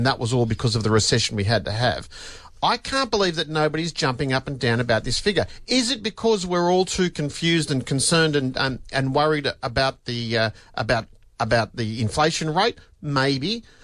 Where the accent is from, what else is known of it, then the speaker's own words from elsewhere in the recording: Sydney, New South Wales, Australia; I grew up in Western Sydney.